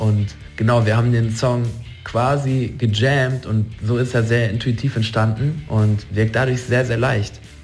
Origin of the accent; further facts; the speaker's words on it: Dortmund, North Rhine-Westphalia, Germany; born there; now in Hamburg, Germany; ich bin 22 Jahre alt, komme gebürtig aus Dortmund, wohne jetzt mittlerweile in Hamburg